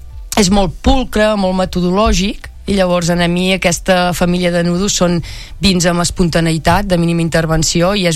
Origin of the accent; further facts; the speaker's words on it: Capmany, Catalonia, Spain; nosaltres venim de Campmany, de fet el nostre origen ja és Campmany